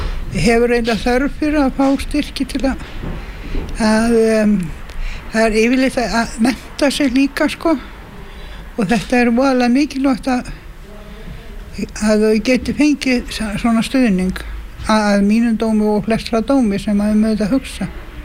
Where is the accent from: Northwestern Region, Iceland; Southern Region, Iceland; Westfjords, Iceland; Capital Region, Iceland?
Capital Region, Iceland; Reykjavík; Nei, ég ólstu upp í Laugarásnum.